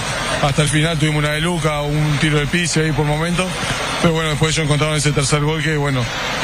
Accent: Uruguay; Y nosotros también, pues somos uruguayos y pensamos que siempre podemos.

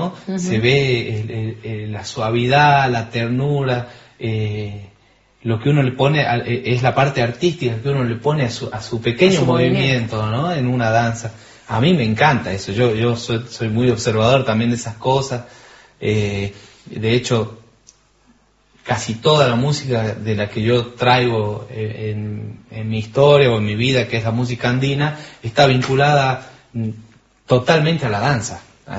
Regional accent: Jujuy, Argentina; now in Córdoba, Argentina; Mi vida es en Córdoba, soy jujeño, mi origen está en la música andina

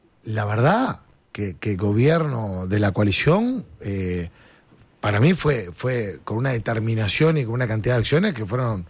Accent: Uruguay

